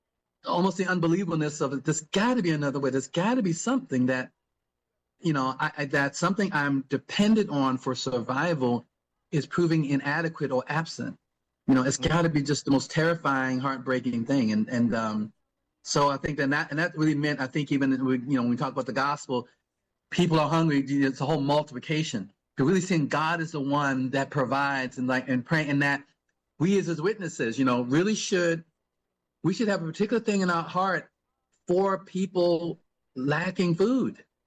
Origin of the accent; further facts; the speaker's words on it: United States; growing up in the West, growing up in the United States